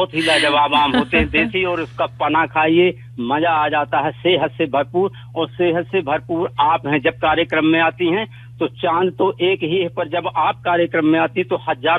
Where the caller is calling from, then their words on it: Kalpa, Madhya Pradesh, India; हमारे गांव ग्राम कल्पा जिला सतना की बात की जाए, छोटा सा कस्बा है मैडम जी